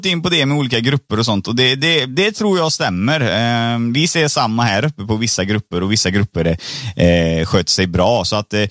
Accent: Sri Lanka; now in Sweden; Nej, men jag är från Sri Lanka. Men jag bor i Sverige

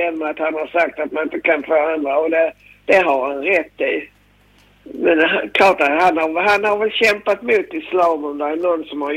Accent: Skåne, Sweden; accent: Scanian; Nej, vi är svenskar. Men med skånsk dialekt.

